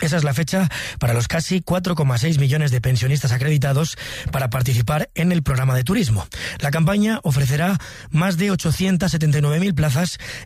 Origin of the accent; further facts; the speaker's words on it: Spain; los que más reservamos somos los españoles.